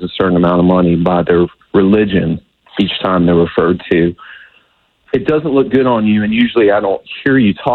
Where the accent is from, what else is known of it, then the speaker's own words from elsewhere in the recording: Atlanta, Georgia, United States; I grew up in Atlanta.